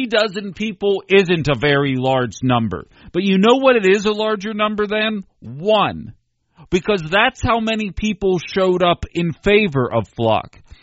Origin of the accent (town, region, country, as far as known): Pittsburgh, Pennsylvania, United States; born there; moved away